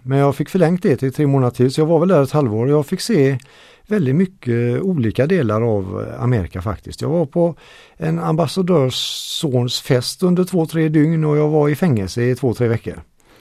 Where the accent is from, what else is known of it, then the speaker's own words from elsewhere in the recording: Gothenburg, Västra Götaland County, Sweden; Jag har ju ett utländskt namn … men jag har alltid känt mig som äkta göteborgare.